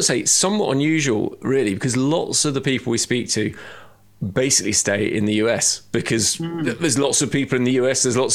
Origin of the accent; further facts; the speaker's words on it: London, United Kingdom; Being a Londoner